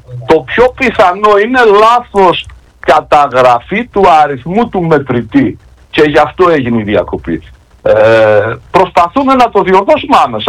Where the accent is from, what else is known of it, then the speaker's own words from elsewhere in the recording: Ierapetra, Crete, Greece; Εγώ είμαι από την Ιερά Πέτρα. Εγώ έχω σπίτι 2 χιλιόμετρα από εκεί, από την Αγρέξ